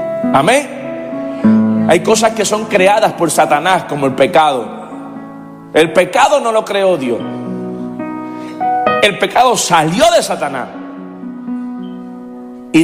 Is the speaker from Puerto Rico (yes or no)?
yes; Carolina, Puerto Rico; now in United States; Yo me crié en Carolina, donde la gente de pues, reggaetón era lo más que se escuchaba.